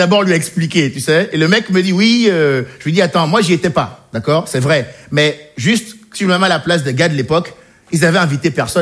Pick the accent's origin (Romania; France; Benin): Benin; born or raised there